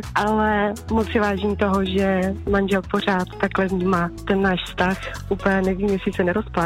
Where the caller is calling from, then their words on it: Karlovy Vary Region, Czechia; My jsme kousek od Karlových Varů, takže do té Plzně to máme ještě trošku z ruky.